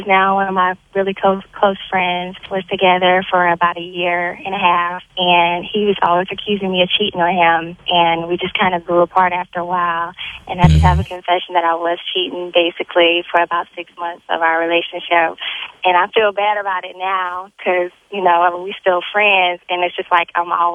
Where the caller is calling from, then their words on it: Ocean Springs, Mississippi, United States; I'm calling from Ocean Springs, Mississippi.